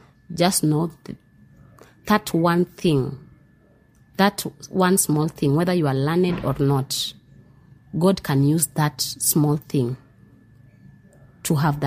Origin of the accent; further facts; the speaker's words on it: Tala, Machakos County, Kenya; I also have a small hotel in Tala, in my hometown